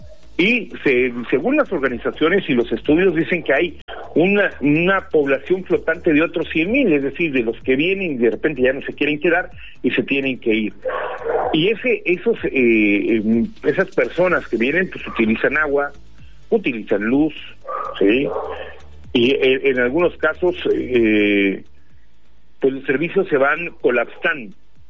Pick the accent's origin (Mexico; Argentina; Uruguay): Mexico; venga a nuestro país a buscar un futuro como los mexicanos lo hacemos en Estados Unidos